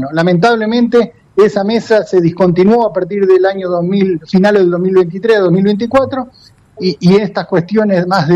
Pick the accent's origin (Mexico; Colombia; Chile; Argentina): Argentina; Esperanza, Santa Fe; yo soy de Esperanza.